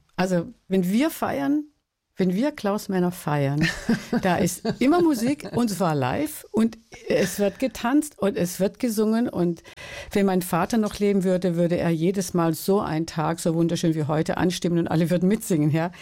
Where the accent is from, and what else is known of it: Baden-Württemberg, Germany